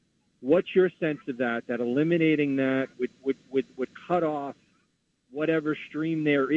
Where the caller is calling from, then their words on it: New York City, New York, United States; I'm in Flatbush.